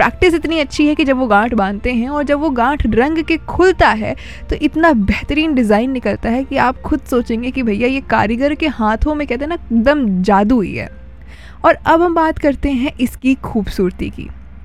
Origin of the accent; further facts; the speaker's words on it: Uttar Pradesh, India; हम सब उत्तर प्रदेश से हैं